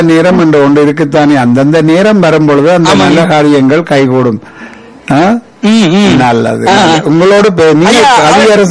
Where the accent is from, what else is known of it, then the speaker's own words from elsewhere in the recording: Sri Lanka; moved away as an adult; now in Canada; ஈழத்தமிழ் தாய் பெற்ற தமிழ் மகன், ஈழத்தமிழ் தாய் ஊட்டிய பால் குடித்தவன், ஈழத்தமிழ் மண்ணிலே ஓடி திரிந்தவன், தமிழை சுவாசிப்பவன், தமிழை வாசிப்பவன், தமிழை நேசிப்பவன், தமிழ் ஆசிரியனாக பேராசிரியராக இருந்திருக்கின்றேன் இலங்கையிலே.